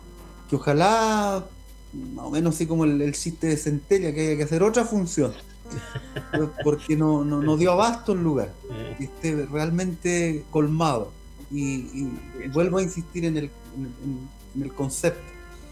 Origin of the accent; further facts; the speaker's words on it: Araucanía, Chile; born there; yo nací en Molulpidenco, y para venir al pueblo teníamos que caminar desde allá